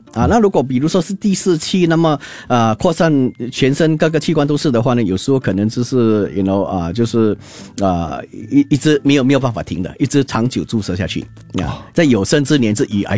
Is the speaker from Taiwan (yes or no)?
no; Singapore; 我们其实新加坡人都爱吃这是我们的饮食文化